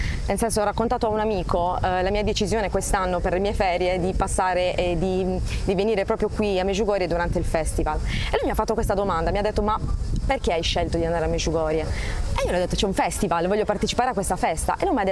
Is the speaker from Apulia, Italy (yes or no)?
yes; Bari, Apulia, Italy; vengo da Bari, dall'Italia.